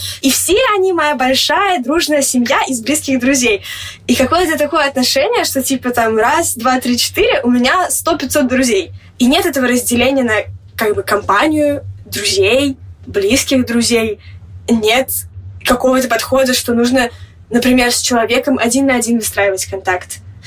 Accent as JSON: {"language": "Russian", "region": "Moscow", "country": "Russia", "moved": "yes", "lives_now": "Zagreb, Croatia", "said": "мне 16 лет, я из Москвы и сейчас живу в Загребе. Это столица Хорватии, солнечной летней страны, где в столице делать абсолютно нечего."}